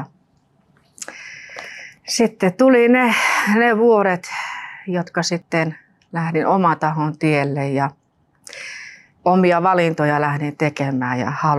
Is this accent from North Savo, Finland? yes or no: no; Rovaniemi, Lapland, Finland; also born or lived in Nurmes; now in Espoo, Finland